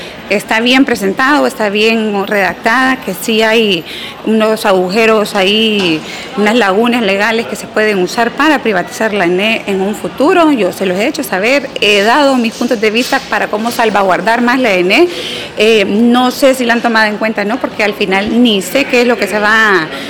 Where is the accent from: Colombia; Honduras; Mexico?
Honduras; yo soy hondureña, yo me le debo al pueblo hondureño